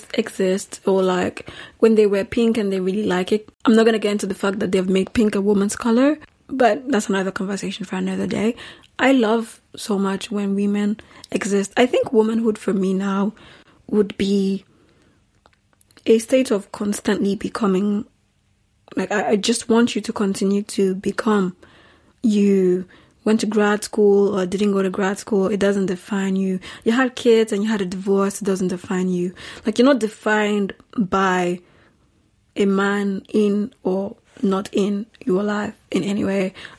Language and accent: English; Nigeria; born or raised there; moved away